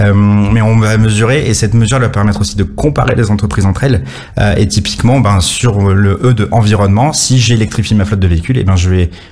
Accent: Nîmes, Occitanie, France; moi je suis originaire de Nîmes dans le Gard

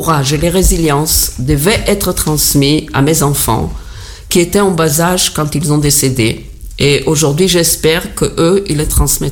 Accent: Israel; moved away as an adult; now in Marseille, France; Je suis née en Israël en 1949, des parents qui sont arrivés tout juste de la Roumanie.

